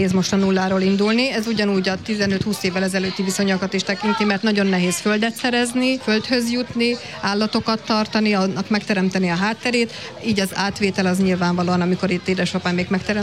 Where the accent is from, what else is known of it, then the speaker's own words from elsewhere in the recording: Túrkeve, Jász-Nagykun-Szolnok, Hungary; én tanyán is születtem, ott is nőttem föl, sőt most is tanyán lakom